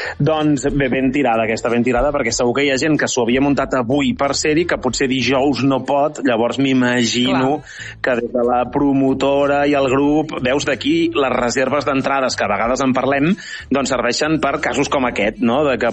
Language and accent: Catalan; Catalonia, Spain; Sóc a casa, recordant com sensacions de confinament, perquè, de fet, com tu bé saps, sóc del Vallès Bo, és a dir, del Vallès Oriental